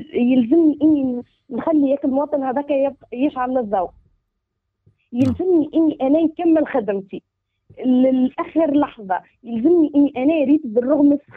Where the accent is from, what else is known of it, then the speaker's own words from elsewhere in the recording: Gafsa Governorate, Tunisia; also born or lived in Metlaoui; now in Sousse, Tunisia; يعني أنا وزميلتي من قفصة.